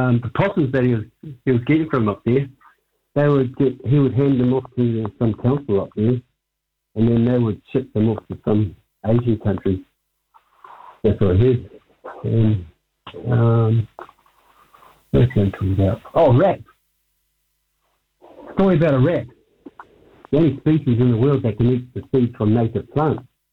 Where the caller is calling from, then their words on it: New Zealand; I'm from South Coast.